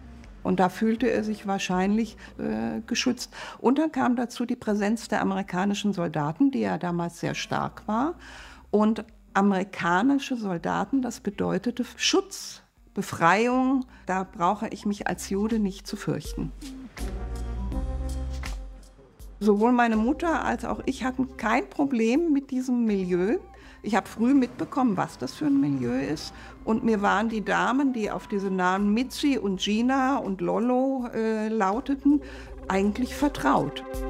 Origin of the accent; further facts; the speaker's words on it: Frankfurt am Main, Hesse, Germany; also born or lived in Föhrenwald; Ich wurde 1955 im DP-Lager Föhrenwald geboren und bin in der Waldschmidtstraße in Frankfurt aufgewachsen.